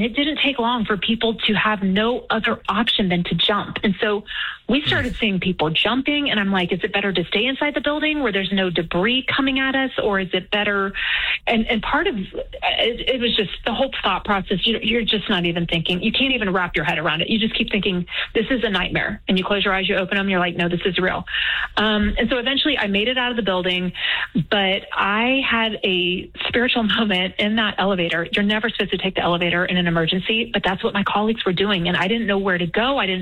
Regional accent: Texas, United States; So I'm from Texas.

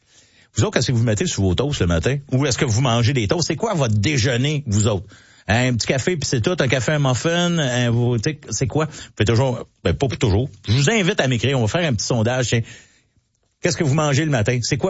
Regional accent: Mont-Saint-Hilaire, Quebec, Canada; Je viens de Mont-Saint-Hilaire. J'ai grandi, j'ai été à Mont-Saint-Hilaire une bonne partie de ma vie.

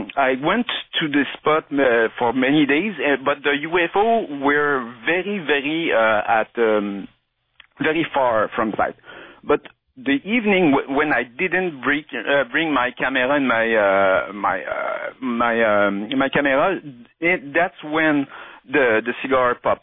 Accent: Quebec, Canada; accent: French; English is a second language; For my French accent. I'm from Quebec.

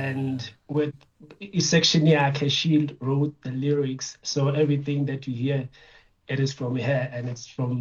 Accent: Ulundi, KwaZulu-Natal, South Africa; Yeah, born and bred in Ulundi.

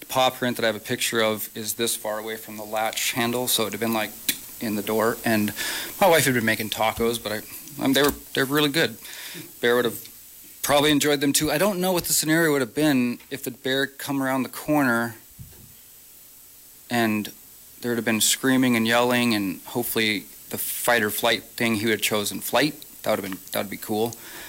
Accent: Kodiak, Alaska, United States; moved away; I grew up here in Kodiak and moved back with my family about 7 years ago.

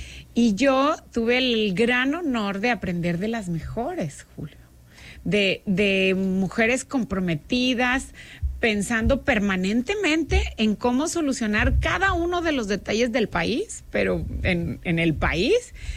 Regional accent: Nuevo León, Mexico; nos caemos, nos levantamos, nos sacudimos, como los regios, uh-huh, además, porque nos levantamos, nos sacudimos y vamos aprendemos

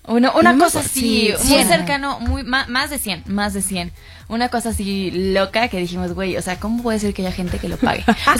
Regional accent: Mexico City, Mexico; como persona de la Ciudad de México

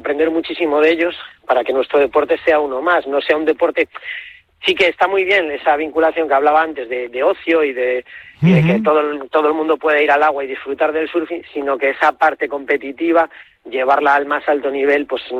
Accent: Galicia, Spain; Pues te digo depende porque yo soy gallego.

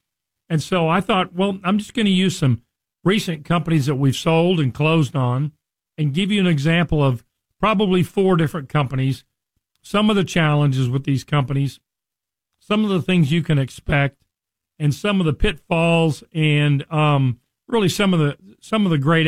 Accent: Richardson, Texas, United States; we're based in Plano, a suburb of Dallas, you know, I grew up here in North Texas. I grew up in Richardson.

